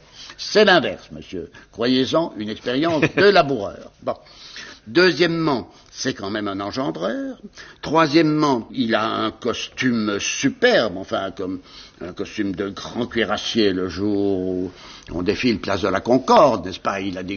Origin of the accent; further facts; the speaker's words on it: south of the Loire, France; born there; nous tous qui sommes nés au sud de la Loire, hein, nous sommes des Méditerranéens